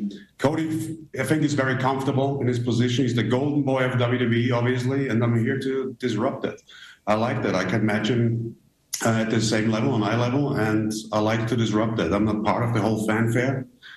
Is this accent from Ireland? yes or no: no; Austria; I grew up in Austria, which is just right next door, a proud European